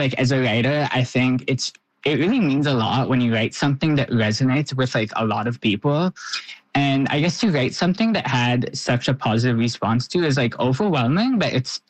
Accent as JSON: {"language": "English", "town": "Kahnawake", "region": "Quebec", "country": "Canada", "tie": "born or raised there", "said": "I mean, I guess growing up, like in being around different people, a lot of people like either didn't really talk about being gay or it was like something that was like largely ignored."}